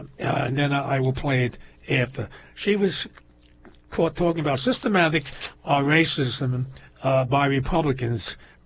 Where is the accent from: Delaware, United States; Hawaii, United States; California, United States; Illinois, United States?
Hawaii, United States; We are from Hawaii.